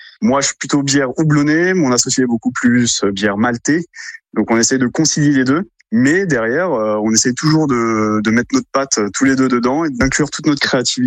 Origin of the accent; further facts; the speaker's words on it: Hauts-de-France, France; parce qu'on vient du Nord avec mon associé, donc la blonde belge nous tient beaucoup à cœur